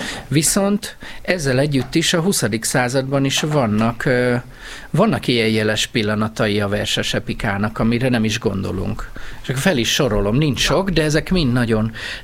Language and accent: Hungarian; Keszthely, Zala, Hungary; born there; a Keszthelyi járást többek között az én szülőházammal, a szülő otthonnal visszacsatolták Zala megyébe. Csak az a baj, hogy én akkor már meg voltam születve fél éve. Úgyhogy én Veszprém megyébe születtem.